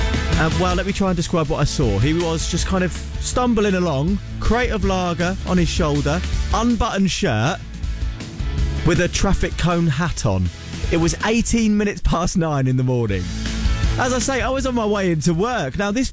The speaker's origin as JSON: {"language": "English", "town": "Portsmouth", "region": "South East England", "country": "United Kingdom", "said": "So, I'm from Portsmouth, it's where I live"}